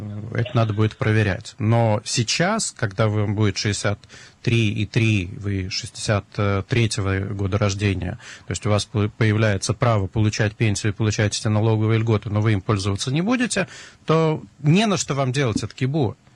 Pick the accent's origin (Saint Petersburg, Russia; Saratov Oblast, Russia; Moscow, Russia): Moscow, Russia; Я из Москвы